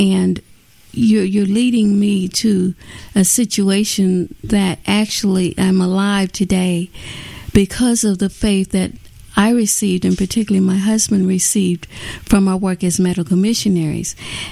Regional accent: Florida, United States; now in Boston, United States; We're from Florida, and so we moved during the winter. This was December, into Boston area, and so the weather was cold

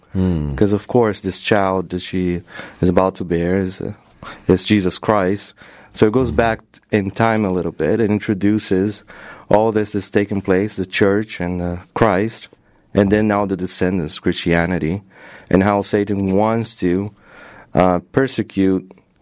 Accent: Brazil; now in Berrien Springs, United States; Yeah, I come from Brazil, and I'm currently doing a doctoral program here at Andrews University on the New Testament area and biblical studies.

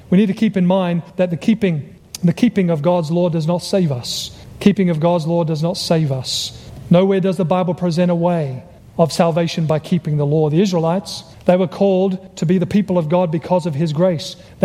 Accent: Australia; now in United States; He heard my accent. I was from Australia.

